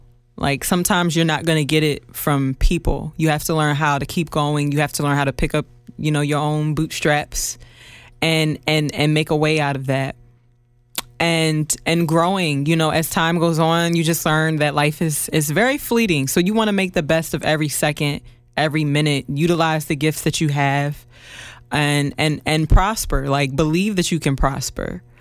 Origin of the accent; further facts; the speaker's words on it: Philadelphia, Pennsylvania, United States; no, I'm from Philly.